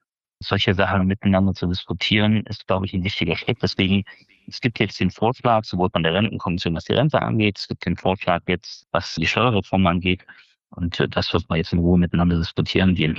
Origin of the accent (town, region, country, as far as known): Jena, Thuringia, Germany; born or raised there